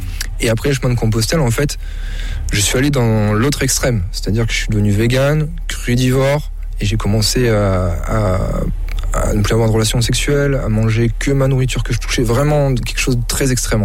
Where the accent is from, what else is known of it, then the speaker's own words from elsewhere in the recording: France; Pour rentrer chez moi en France.